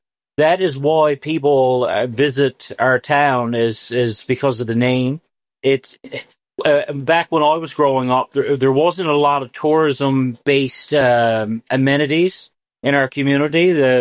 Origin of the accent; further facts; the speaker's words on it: Dildo, Newfoundland and Labrador, Canada; I've never been ashamed to ever say I was from Dildo.